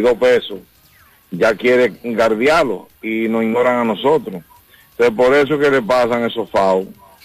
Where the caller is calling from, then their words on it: Dominican Republic; Nosotros somos buenos los dominicanos, tanto las hembras como los varones.